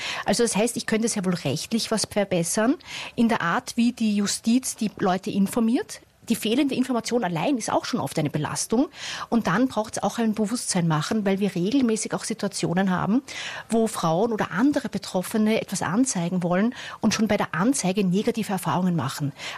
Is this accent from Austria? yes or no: yes; Austria; Ja, sogar wir kennen diesen Spruch.